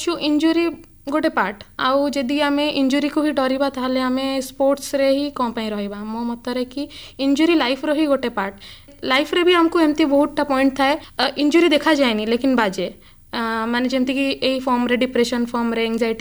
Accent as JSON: {"language": "Odia", "town": "Rourkela", "region": "Odisha", "country": "India", "said": "ମୁଁ steel city ରାଉରକେଲାର, ମୁଁ ଗୋଟେ ଇଣ୍ଟରନ୍ୟାସନାଲ ମେଡାଲିଷ୍ଟ କରାଟେରେ।"}